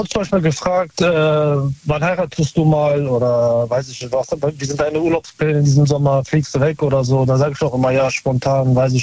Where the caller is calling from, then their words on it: North Rhine-Westphalia, Germany; Aus Nähe Köln.